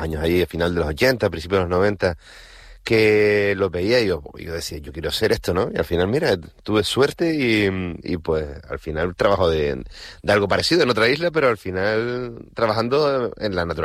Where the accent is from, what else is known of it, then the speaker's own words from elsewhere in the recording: Teror, Canary Islands, Spain; moved away as an adult; now in La Palma, Spain; yo ahora estoy en La Palma, pero yo soy de Teror, de Gran Canaria, ¿no? Y tuve la suerte de nacer ahí al lado de la finca de Osorio